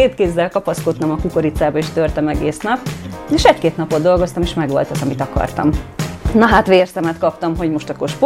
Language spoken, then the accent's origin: Hungarian; Maroslele, Csongrád-Csanád, Hungary; Makó, Hódmezővásárhely és Szeged háromszögében van nagyjából, tehát azért városok is voltak ott körülöttünk